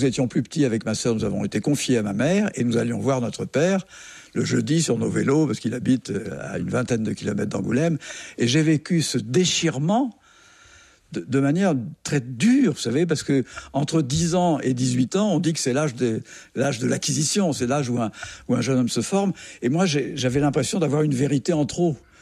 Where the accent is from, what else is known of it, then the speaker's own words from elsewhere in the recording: Algeria; born there; Je suis né en 1944 en Algérie d'un père charentais, mon père était militaire, il était gaulliste, et d'une mère pied-noir.